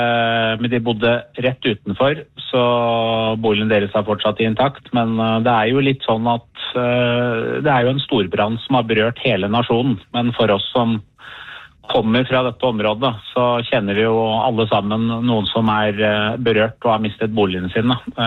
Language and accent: Norwegian; Drammen, Buskerud, Norway; Jeg gjør meg stolt som drammenser